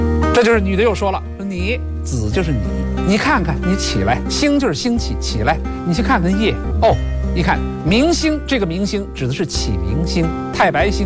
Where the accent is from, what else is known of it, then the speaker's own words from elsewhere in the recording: China; 我们中国人